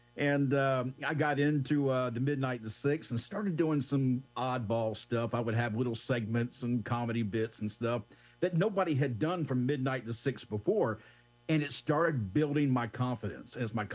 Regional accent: Savannah, Georgia, United States; I grew up in Savannah, Georgia.

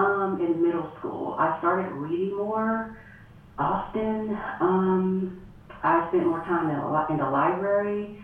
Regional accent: Houston, Texas, United States; I was born and raised in Houston, Texas, the great state of Texas.

